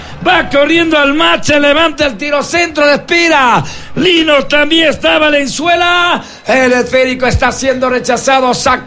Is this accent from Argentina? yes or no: no; Paute, Azuay, Ecuador; saludos a de mi tierra, habla de Bulán